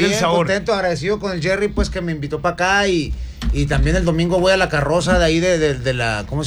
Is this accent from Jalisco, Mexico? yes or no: yes; Jalisco, Mexico; Somos de Jalisco nosotros de Jalisco